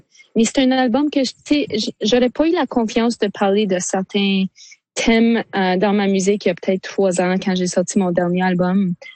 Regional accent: Sudbury, Ontario, Canada; tu sais, j'ai grandi à Sudbury, puis on est toute une gang d'Obansawin qui vivent à Sudbury.

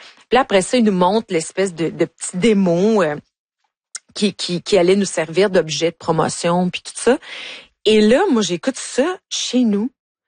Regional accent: Ontario, Canada; nous, parce que moi, je viens de l'Ontario.

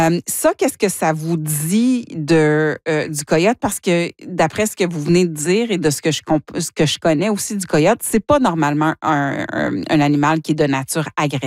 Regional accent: Ontario, Canada; c'est sûrement la fille du Nord, je viens du Nord de la province

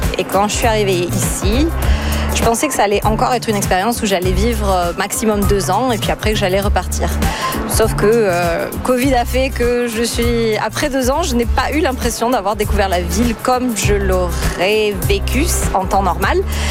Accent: Toulouse, Occitanie, France; moved away as an adult; also born or lived in Australia / New Zealand / India / United Kingdom; Donc, je suis originaire de Toulouse, dans le sud de la France, où j'ai grandi. Et suite à mes études, je suis partie dans différents pays à travers le monde.

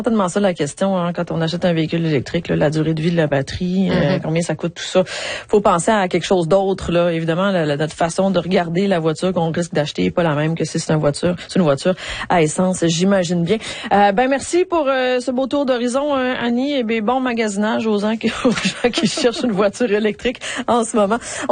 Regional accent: British Columbia, Canada; son projet d'oléoduc vers chez nous en Colombie-Britannique.

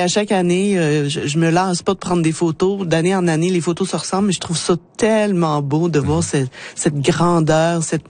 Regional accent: Quebec, Canada; now in Saskatchewan, Canada; moi, je viens du Québec

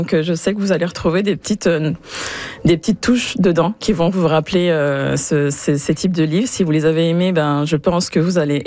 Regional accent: France; Bah, parce que je suis française

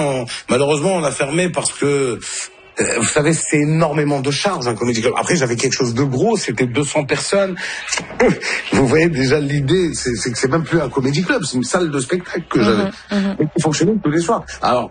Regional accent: Morocco; now in Côte d'Ivoire; Nous, on vient du Maroc à la base. Ah, on est quatre.

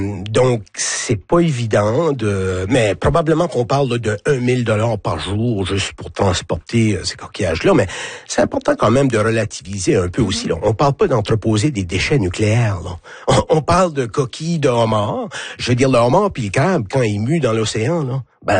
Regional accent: Cap-Pelé, New Brunswick, Canada; je suis originaire de Capelé

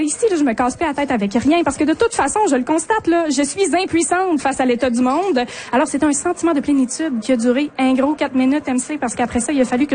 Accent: Quebec, Canada

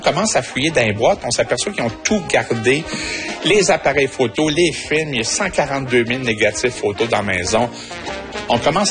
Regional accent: Matane, Quebec, Canada; born there; also born or lived in Montréal; je suis né à Matane, j'habite à Matane après un long détour à Montréal et je suis animateur et un petit peu humoriste à travers tout ça.

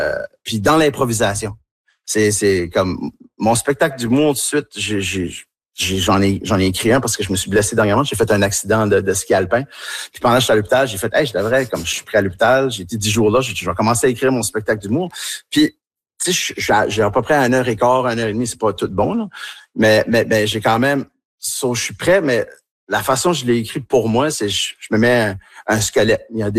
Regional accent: Tracadie, New Brunswick, Canada; accent: Tracadie; quand je suis avec eux autres, ben, je parle avec mon accent tracadie un peu plus, puis je me laisse aller

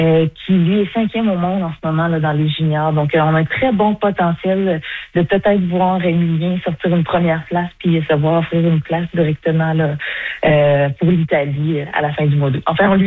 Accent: Sherbrooke, Quebec, Canada; On est chanceux chez nous à Sherbrooke

